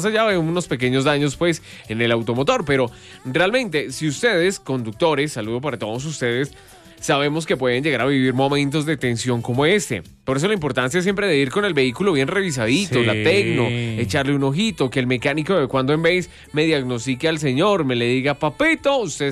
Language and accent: Spanish; Boyacá, Colombia; Todos somos boyacenses.